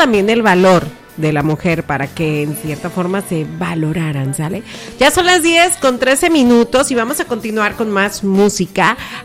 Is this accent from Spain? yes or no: no; Mexico; Equipo mexicano a la cual estamos echando porras nosotros, porque somos mexicanos